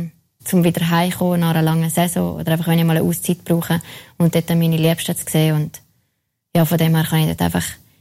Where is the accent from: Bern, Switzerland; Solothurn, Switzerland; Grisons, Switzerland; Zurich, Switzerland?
Grisons, Switzerland; ich bin aufgewachsen in den Bündner Bergen und das sagt es auch schon für mich. Für mich sind diese Berge bedeutend für mich Heimat